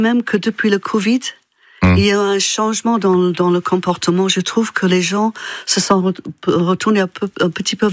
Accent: Edinburgh, Scotland, United Kingdom; French is a second language; moved away as an adult; now in Le Mans, France; Je suis écossaise. D'accord. D'Édimbourg.

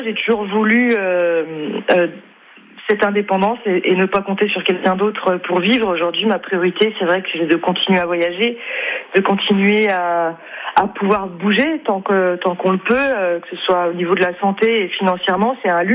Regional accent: Bourgogne-Franche-Comté, France; Oui, moi je viens de Haute-Saône. En plus, c'est une partie de la Franche-Comté.

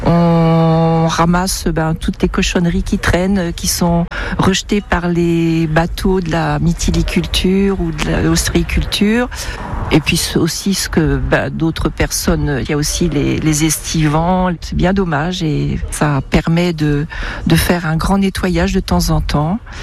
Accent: Saint-Malo, Brittany, France; now in Le Vivier-sur-Mer, France; je suis originaire de Saint-Malo, et plus précisément Saint-Servant. J'habite sur la petite commune du Vivier-sur-Mer.

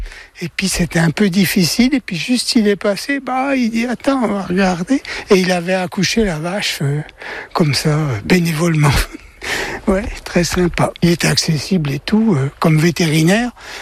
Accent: Tôte, France; il passait toujours par le petit village où je suis né, à Tôte exactement. Mes parents venaient le bistrot avec poste à essence. Et lui, quand il passait, il prenait l'essence chez nous.

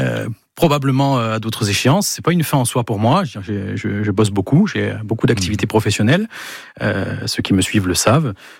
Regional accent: Corsica, France

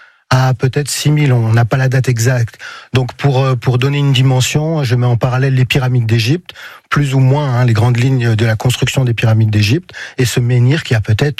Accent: Pagny-la-Blanche-Côte, Grand Est, France; now in Dieulouard, France; Ah, c'est Pagny-la-Blanche-Côte en Meuse, à côté de Vannes-le-Châtel-la-Vérie.

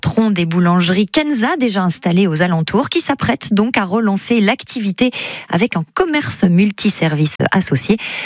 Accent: Bourgogne-Franche-Comté, France; Et l'actualité chez nous, en Bourgogne, nous emmène dans le Nord-Côte d'Or, à Grancey-le-Château-Neuvelle.

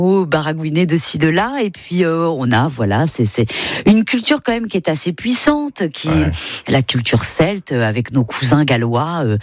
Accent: Concarneau, Brittany, France; C'est une grande plage sur laquelle je continue à me recueillir très régulièrement quand je retourne chez moi à Concarneau. Il y avait le bateau de mon père qui pourrissait

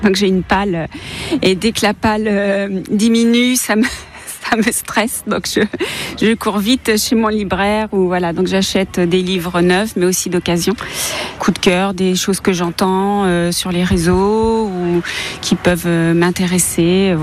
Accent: Saint-Cyr-sur-Loire, Centre-Val de Loire, France; je suis de Saint-Cyr-sur-Loire

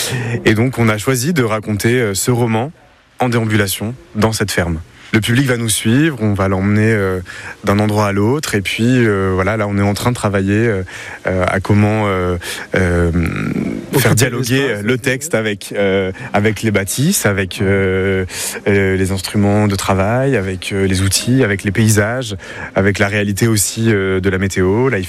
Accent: Valence, Auvergne-Rhône-Alpes, France; Je suis originaire de Valence.

